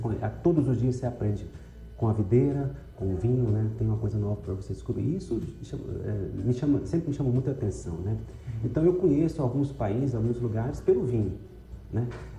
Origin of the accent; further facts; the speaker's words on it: Catalão, Goiás, Brazil; born there; moved away as an adult; now in Brasília, Brazil; Eu nasci em Catalão, Goiás